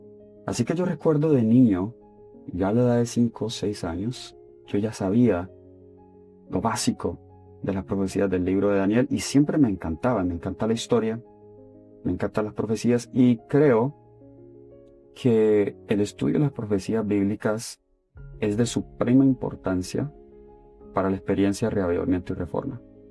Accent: Cali, Valle del Cauca, Colombia; moved away; Bueno, yo soy originalmente de Colombia. Nací en la ciudad de Cali, Colombia. Allí crecí.

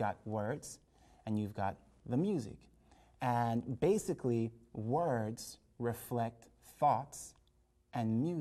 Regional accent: Jamaica; you know, I was born in Jamaica. And reggae music is a really big, you know, that's the music of Jamaica. And I remember growing up as a child, not a Christian, just, you know, worldly person.

